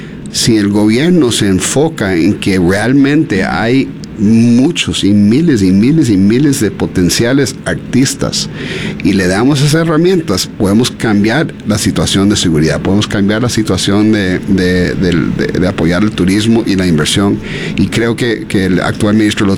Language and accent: Spanish; Costa Rica; Yo soy orgullosamente costarricense.